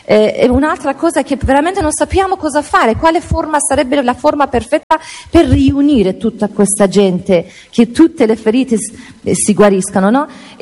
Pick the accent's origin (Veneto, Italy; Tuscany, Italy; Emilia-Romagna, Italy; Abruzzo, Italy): Veneto, Italy; Verona; io vengo da Verona, abito a Verona